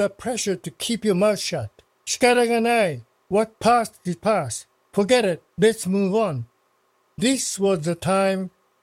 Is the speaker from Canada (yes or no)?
yes; Canada; I'm a Canadian, and I listened to my parents and grandparents. They were treated like enemies.